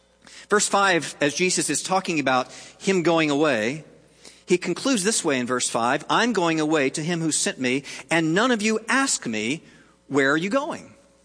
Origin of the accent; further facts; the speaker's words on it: the South, United States; I was raised in the South.